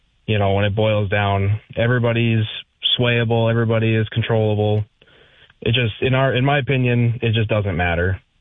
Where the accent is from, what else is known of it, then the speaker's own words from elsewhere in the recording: Grand Forks, North Dakota, United States; I'm from Grand Forks originally, but I don't know anybody who was running.